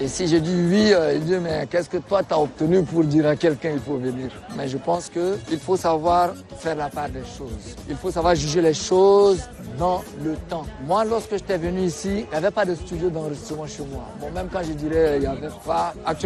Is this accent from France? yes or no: no; Chad; accent: Chadian